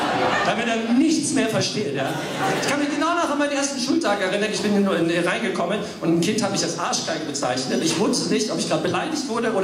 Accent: Hamburg, Germany; born there; also meine Familie kommt aus Wales. Ich bin tatsächlich in Hamburg geboren.

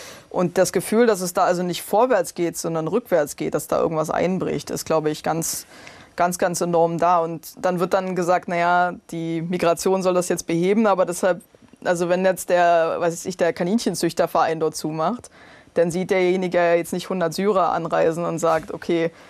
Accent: Brandenburg, Germany; damals in den 90er Jahren, als ich aufgewachsen bin in Brandenburg, es war einfach von Anfang an klar, das war jetzt kein düsteres Szenario, dass man da einfach keine Jobs in der Region hat und weg musste

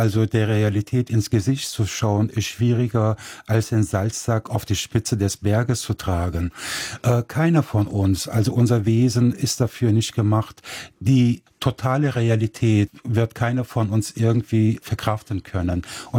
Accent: Nettetal, North Rhine-Westphalia, Germany; Ich bin ja in der Provinz Nettetal geboren. Da bin ich groß geworden. Heute lebe ich immer noch in Nettetal. Also ich bin aus Nettetal nicht rausgekommen.

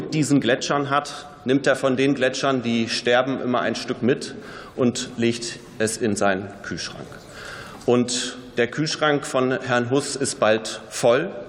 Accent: North Rhine-Westphalia, Germany

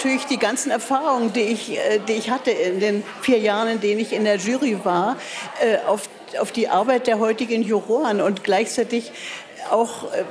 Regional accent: Berlin, Germany; ich bin eine Berliner Spottdrossel.

